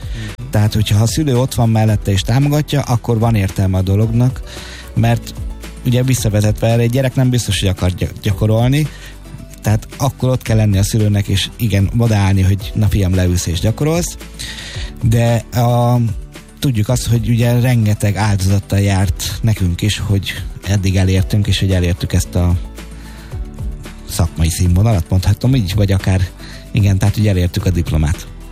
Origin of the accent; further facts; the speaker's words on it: Hungary; én büszke vagyok arra, hogy magyar vagyok